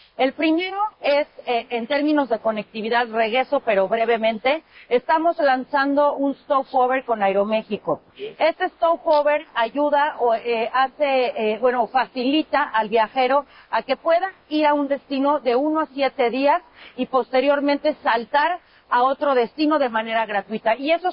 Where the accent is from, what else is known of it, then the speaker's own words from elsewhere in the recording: Mexico; todos trabajamos para un mismo país y somos orgullosamente mexicanos y mexicanas.